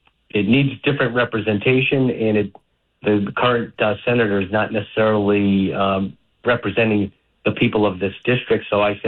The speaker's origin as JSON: {"language": "English", "town": "North Providence", "region": "Rhode Island", "country": "United States", "lives_now": "Narragansett, United States", "said": "I'm from North Providence originally, but I've been down here since 1989"}